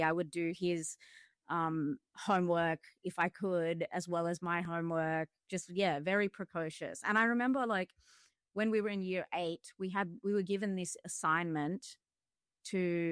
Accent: Campbelltown, New South Wales, Australia; because I'm from Campbelltown

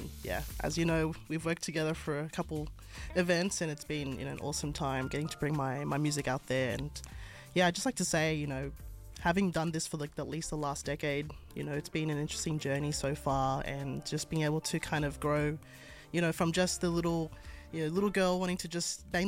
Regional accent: Australia; being Salvadorian, but also being Australian and being proud of where I come from

